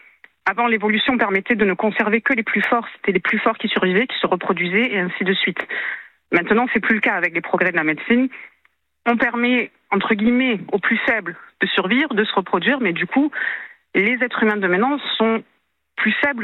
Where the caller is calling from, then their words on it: Marseille, Provence-Alpes-Côte d'Azur, France; accent: accent du Sud; Moi, je suis de Marseille.